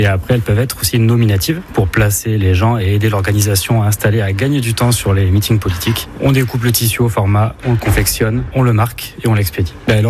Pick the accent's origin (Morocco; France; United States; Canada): France; Bordeaux, Nouvelle-Aquitaine; born there; j'ai 36 ans et je suis sur Bordeaux depuis l'âge de 7 ans.